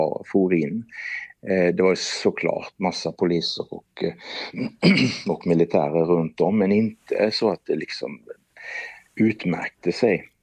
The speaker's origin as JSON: {"language": "Swedish", "country": "Norway", "moved": "yes"}